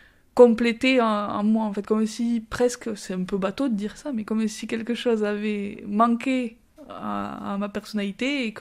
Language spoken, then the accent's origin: French; Puylaurens, Occitanie, France; on a aménagé avec ma mère à Puylaurens, et donc depuis mes 4 ans, j'ai grandi et vécu à Puylaurens